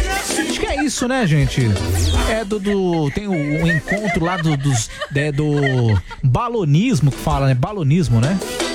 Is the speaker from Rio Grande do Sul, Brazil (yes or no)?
no; Sorocaba, São Paulo, Brazil; Eu sou de Sorocaba, né?